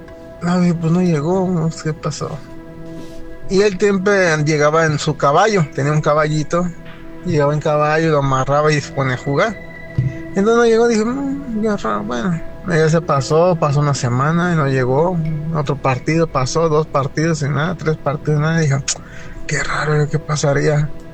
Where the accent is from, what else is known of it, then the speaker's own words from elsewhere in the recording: San Luis Potosí, Mexico; Yo vengo de... soy nativo de San Luis Potosí. Mi papá tenía un... su terreno donde vivíamos, tenía un terreno grande.